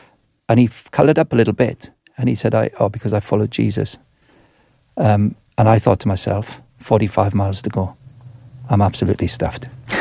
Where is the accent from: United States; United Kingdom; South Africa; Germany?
United Kingdom; Wales; I was born in 62. I'm 64 years of age. So I grew up in Southwest Wales, industrial Southwest Wales, in a Welsh-speaking community. So my growing up experience of church would have been Welsh-speaking, non-conformist Baptist church, chapel it would have been called